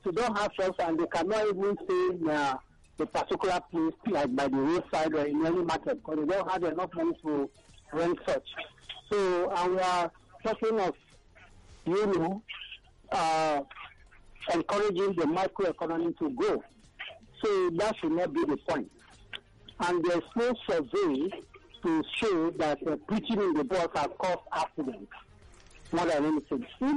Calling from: Abuja, Federal Capital Territory, Nigeria; I'm calling from Abuja.

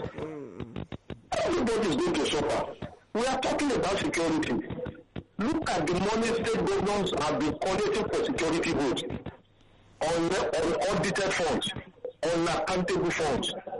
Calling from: Uganda; I'm calling from Uganda.

